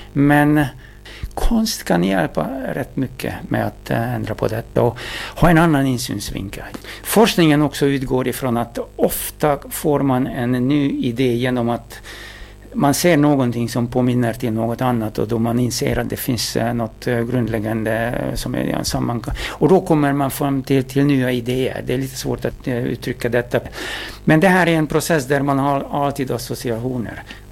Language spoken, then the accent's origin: Swedish; Hungary; Swedish is a second language; moved away; Ja, jag som en ungrare kan inte dölja min patriotism